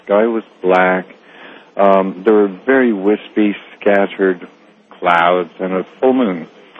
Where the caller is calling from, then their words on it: Tampa, Florida, United States; I'm calling from Tampa Bay, Florida.